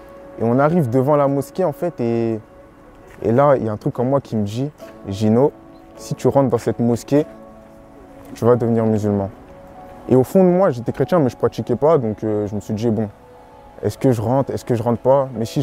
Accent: Togo; Donc moi, voilà, j'ai grandi dans une famille africaine, je suis originaire du Togo et au sein de ma famille, on est 3 enfants et il y a mes parents.

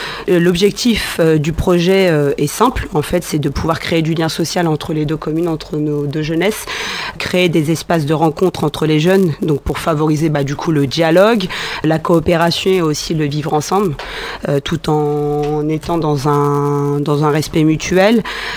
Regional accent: Beaumont-sur-Oise, Île-de-France, France; je suis originaire de Beaumont.

